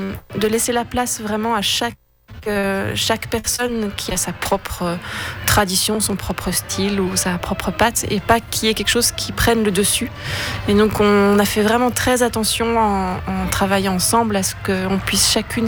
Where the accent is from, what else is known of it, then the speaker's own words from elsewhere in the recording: Belgium; moi-même, je suis belge